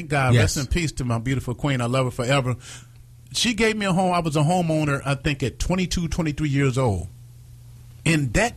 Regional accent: Muskegon Heights, Michigan, United States; born and raised in Muskegon Heights.

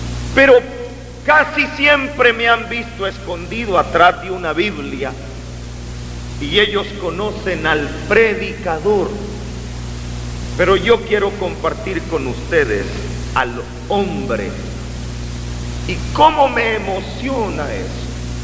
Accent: Santa Rosa de Lima, La Unión, El Salvador; Yo nací en Santa Rosa de Lima, en el departamento de La Unión.

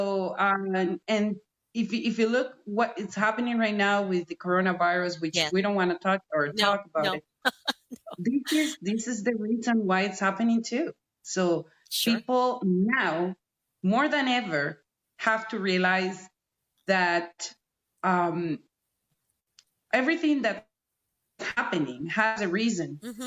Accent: Venezuela; moved away; I come from Venezuela, a country that's been in war for 5 years, not with arms, with society.

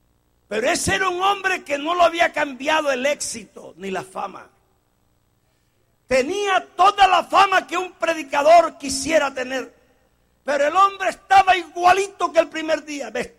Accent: Colombia; Los colombianos somos gentiles.

